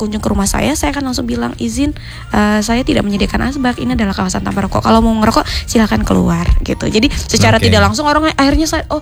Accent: Lampung, Indonesia; Karena itu tadi para saya kebetulan dari Kabupaten Tulang Bawang Barat.

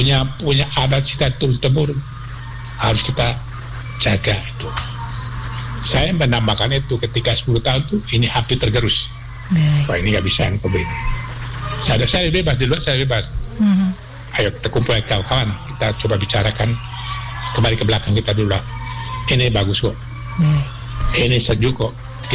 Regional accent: Ende, East Nusa Tenggara, Indonesia; Pertama zaman kita harus akomodir, tapi tidak boleh menghilangkan identitas kita sebagai orang ND.

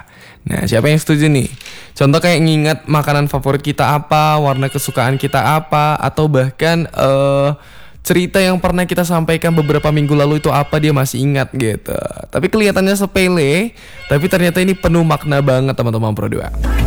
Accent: Medan, North Sumatra, Indonesia; moved away; daerah aku di Medan

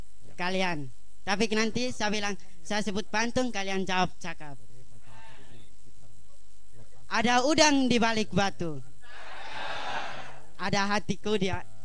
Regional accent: East Nusa Tenggara, Indonesia; Saya dari Malaka, yang biasanya orang bilang Lafayek Malaka dong.

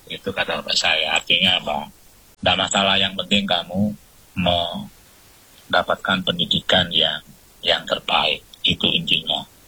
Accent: Java, Indonesia; karena saya juga orang Jawa, saya sangat familiar dengan semboyan ini

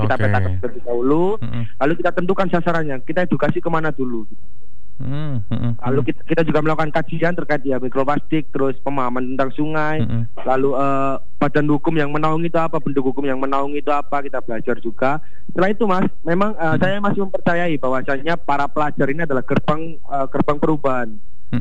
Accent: Gresik, East Java, Indonesia; born there; saya lahir di Gresik

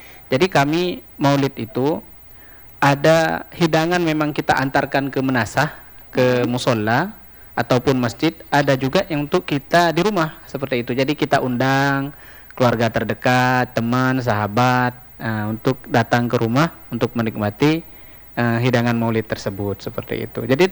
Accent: Aceh, Indonesia; now in Samarinda, Indonesia; Bahkan kami warga Aceh pun di luar Aceh

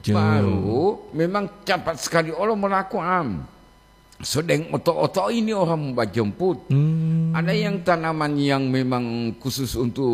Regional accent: Gorontalo, Indonesia; saya jawab tadi Gorontalo. Saya asli Gorontalo.

